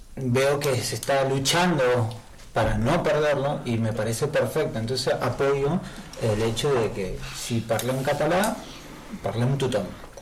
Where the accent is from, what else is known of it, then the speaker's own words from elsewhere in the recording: Argentina; Catalan is a second language; now in Catalonia, Spain; jo soy argentí